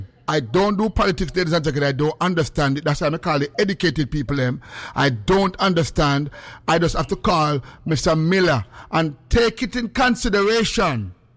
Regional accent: Jamaica; I'm a Jamaican.

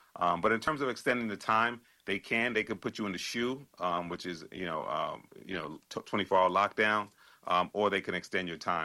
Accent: New York, United States; we grew up in New York, we grew up on Link Up Radio

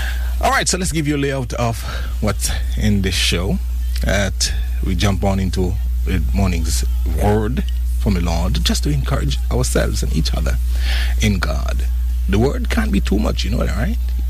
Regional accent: Jamaica; accent: Jamaican dialect; No, I'm Jamaican.

